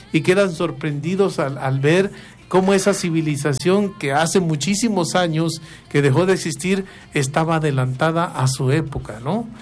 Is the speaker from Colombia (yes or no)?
no; Mexico; nosotros como mexicanos